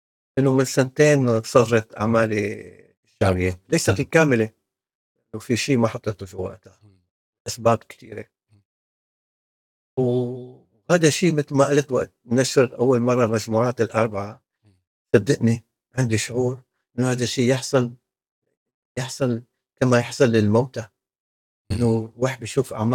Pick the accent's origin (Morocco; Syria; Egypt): Syria; أو هون كانوا يعذروني أنا كسوري صعب علي أقبل بلد مثل السويد